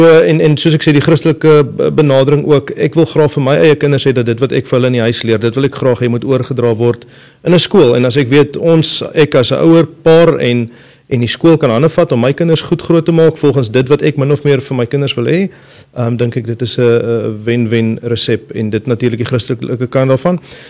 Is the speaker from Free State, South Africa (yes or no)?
no; Western Cape, South Africa; now in Hartenbos, South Africa; En daar waar ek vandaan kom, Parel Wellington area